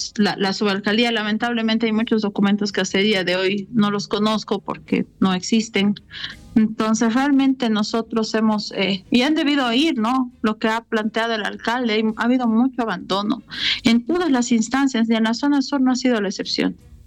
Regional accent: La Paz, Bolivia; Como paceños, creo que es un mes que nos realza, que hace que ese corazoncito paceño vibre

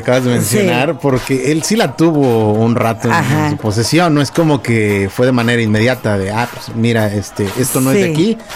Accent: Mexico; nosotros como mexicanos

